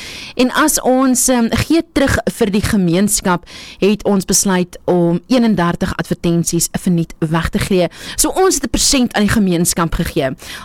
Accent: Pretoria, Gauteng, South Africa; As jy nie weet waar ek vandaan kom nie, oorspronklik van Pretoria.

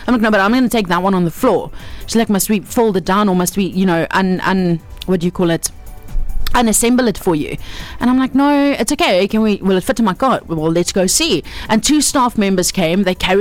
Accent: Pretoria, Gauteng, South Africa; now in Cape Town, South Africa; so I'm from Pretoria, Marcel, and there wasn't a Mambo's. So when I moved to Cape Town, I was like, what store is this?

